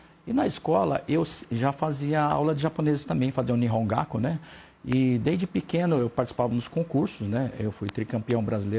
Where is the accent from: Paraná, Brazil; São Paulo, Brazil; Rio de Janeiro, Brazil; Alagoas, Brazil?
Paraná, Brazil; Maringá; Eu sou nascido em Maringá. E lá na minha cidade tem uma comunidade japonesa muito forte. Uhum. E desde pequeno, né, eu cresci dentro da associação, né, que são os Kaikans